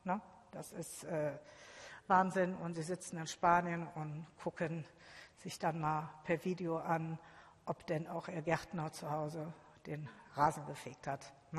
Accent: Düsseldorf, North Rhine-Westphalia, Germany; Also ich komme ja aus Düsseldorf und da kann ich Ihnen sagen, ganz klar sagen Ihnen die Leute, dafür werden wir nicht bezahlt.

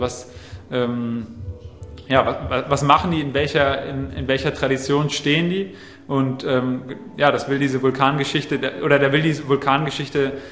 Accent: Marburg, Hesse, Germany; now in Halle, Germany; Ursprünglich komme ich aus Marburg in Hessen und bin eben nach Halle gekommen, um dort Kunst zu studieren.

